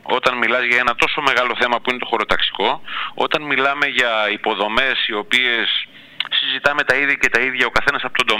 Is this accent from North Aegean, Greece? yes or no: yes; Samos, North Aegean, Greece; Εγώ, σαν Σαμιώτης, σαν πολίτης